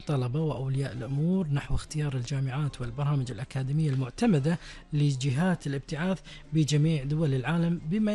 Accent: Kuwait; في ديرتنا الحبيبة الغالية الكويت

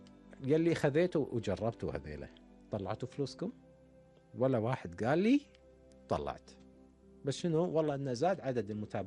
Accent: Kuwait

